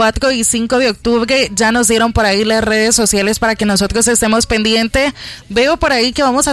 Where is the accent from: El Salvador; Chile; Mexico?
El Salvador